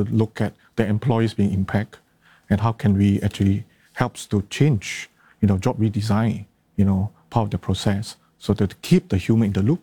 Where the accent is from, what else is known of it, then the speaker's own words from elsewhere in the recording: Singapore; Being a Singaporean, so I'm being an entrepreneur, you know, at the site, you know, I face many challenges.